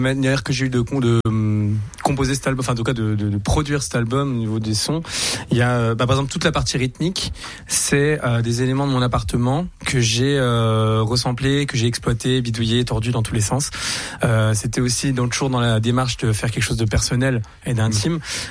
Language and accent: French; France; born there; also born or lived in Greece / Istanbul, Turkey; Je suis né en France, mais j'ai grandi en Grèce. Mes 5 premières années, j'ai grandi en Grèce. Mes parents avaient un bar en Grèce